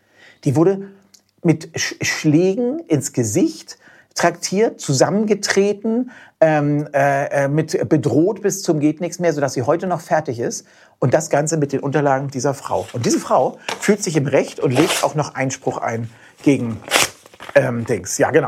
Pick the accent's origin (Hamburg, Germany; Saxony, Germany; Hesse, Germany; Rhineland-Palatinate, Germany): Hamburg, Germany; als Hamburger